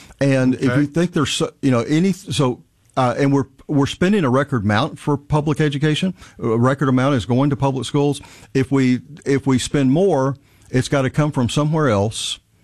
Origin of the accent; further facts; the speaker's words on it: Lonsdale, Arkansas, United States; I'm from Lonsdale, just outside of Hot Springs.